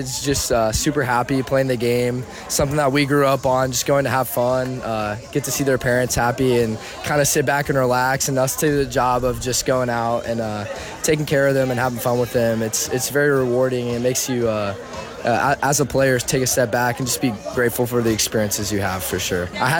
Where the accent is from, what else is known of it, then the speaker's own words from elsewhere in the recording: Indianapolis, Indiana, United States; I'm from Indianapolis, Indiana.